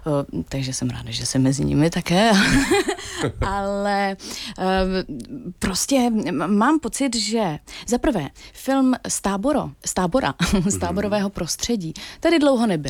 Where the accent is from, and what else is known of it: Uherské Hradiště, Zlín Region, Czechia; born there